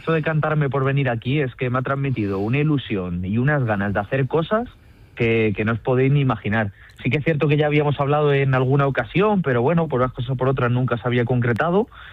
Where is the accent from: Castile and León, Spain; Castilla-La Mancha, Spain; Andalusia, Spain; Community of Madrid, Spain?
Castilla-La Mancha, Spain; Toledo; Yo soy de aquí de Toledo